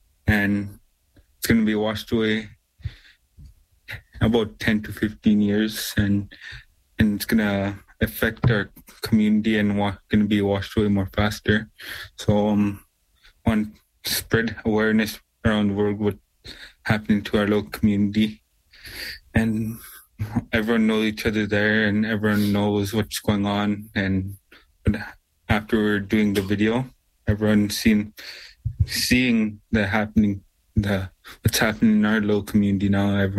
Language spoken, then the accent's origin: English; Tuktoyaktuk, Northwest Territories, Canada; I grew up in Tuktoyaktuk. I love that community.